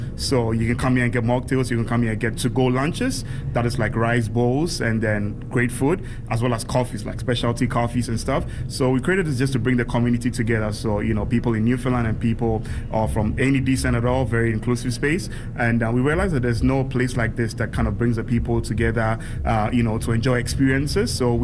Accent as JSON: {"language": "English", "country": "Ghana", "lives_now": "St. John's, Canada", "said": "So originally from Ghana, yeah. Africa. That's Ghana, West Africa."}